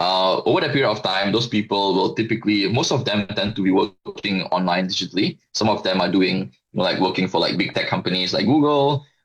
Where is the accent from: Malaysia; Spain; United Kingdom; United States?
Malaysia; Personally, as a Malaysian, I thought it was quite cool. And I'm a Malaysian who's been working in technology and following the technology space and innovation space for like 2 decades over my career.